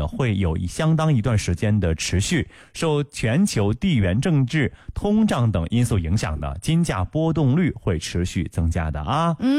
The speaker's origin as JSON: {"language": "Chinese", "town": "Linfen", "region": "Shanxi", "country": "China", "tie": "born or raised there", "said": "我们是临汾人，骄傲自豪。我从小生在临汾，长在临汾，"}